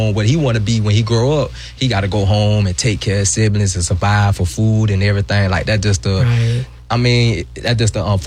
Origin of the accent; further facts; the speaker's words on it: Jacksonville, Florida, United States; I'm definitely from Jacksonville. Duval is my home. From the north side, Cleveland Arms.